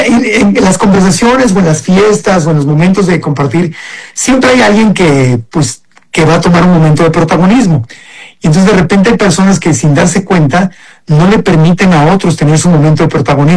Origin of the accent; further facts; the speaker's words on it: Acapulco, Guerrero, Mexico; Yo tengo casa en Acapulco. Mi abuelita es de Acapulco y yo crecí en Acapulco.